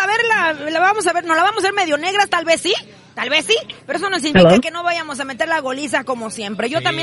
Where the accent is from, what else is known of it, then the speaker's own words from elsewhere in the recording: Mexico; como somos los mexicanos.